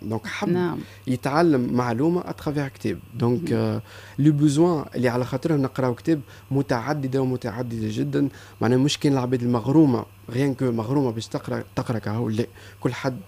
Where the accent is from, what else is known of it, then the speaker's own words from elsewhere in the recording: Tunisia; انا كتونسي